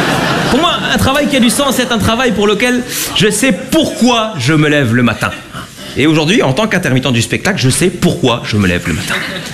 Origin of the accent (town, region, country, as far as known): Lausanne, Vaud, Switzerland